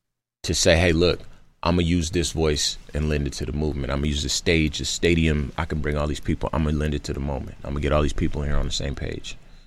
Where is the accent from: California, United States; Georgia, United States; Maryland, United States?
California, United States; Compton; It was some positivity in the neighborhood that I grew up in Compton, California.